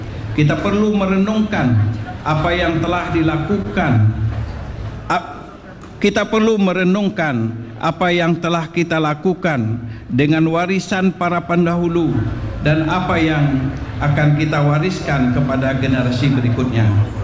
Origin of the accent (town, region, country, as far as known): West Sumatra, Indonesia